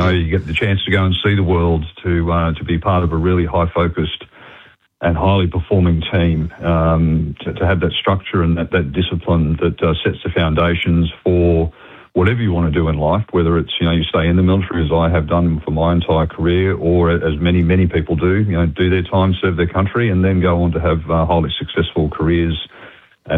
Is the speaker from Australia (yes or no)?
yes; Cairns, Queensland, Australia; It's the hut that I first joined nearly 43, 44 years ago, because I'm actually from Cairns, and that's the cadet unit that I come from.